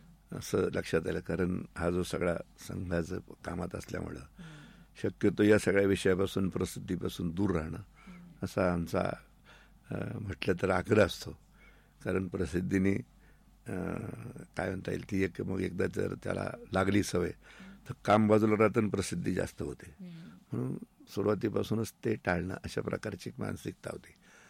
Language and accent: Marathi; Belapur, Maharashtra, India; moved away as an adult; also born or lived in Dhule / Rahuri; now in Ahmednagar, India; नगरमध्ये सुद्धा राहुरीतून येत होतो, कारण माझं गाव बेलापूर होतं. मी नगरमध्ये रिटायरमेंट नंतर राहायला आलो. राहुरीत बेलापूरहूनच सुरुवातीला बदली राहुरीला झाल्यानंतर अपडाऊन करत होतो दोन तीन वर्ष. नंतर मला तिथं क्वार्टर मिळालं, मी तिथेच क्वार्टरमध्ये राहिलो